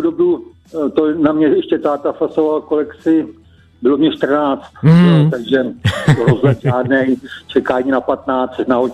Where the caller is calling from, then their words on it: Liberec, Liberec Region, Czechia; samozřejmě jsem z Liberce